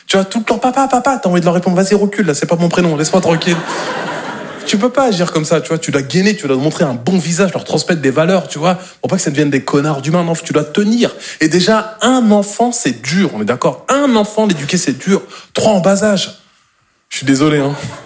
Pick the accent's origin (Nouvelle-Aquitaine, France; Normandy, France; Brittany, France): Normandy, France